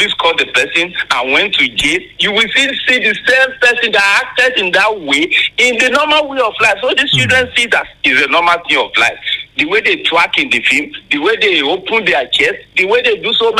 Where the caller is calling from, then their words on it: Akure, Ondo, Nigeria; from Akure.